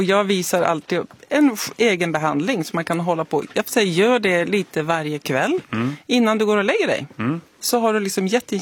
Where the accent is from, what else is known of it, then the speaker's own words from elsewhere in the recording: Norway; Swedish is a second language; now in Sweden; Och jag bara, nej, det är skillnad på Norge och Sverige, för jag är norsk.